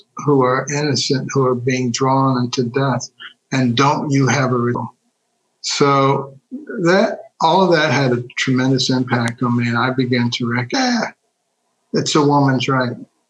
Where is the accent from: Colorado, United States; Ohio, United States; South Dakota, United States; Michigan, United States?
Michigan, United States; Detroit; also born or lived in Ann Arbor / Baltimore; Well, I grew up in Detroit, a very liberal city, medical school in Ann Arbor, a very liberal city, and then to internship residency in Baltimore, a very liberal city.